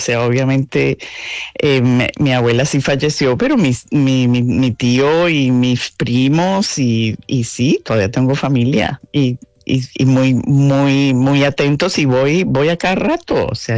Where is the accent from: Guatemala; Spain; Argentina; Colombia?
Colombia; Y nosotros como comunidad latina y especialmente los colombianos, pues nos unimos muchísimo a eso de que necesitamos tener esas voces.